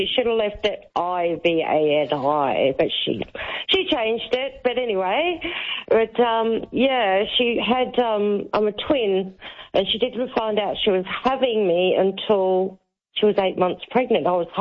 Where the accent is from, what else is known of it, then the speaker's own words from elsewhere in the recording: Papua New Guinea; born there; I was born in Papua New Guinea.